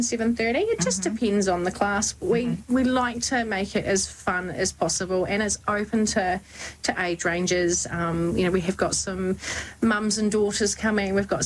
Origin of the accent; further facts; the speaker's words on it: New Zealand; You know, being a New Zealander, you are ethnic.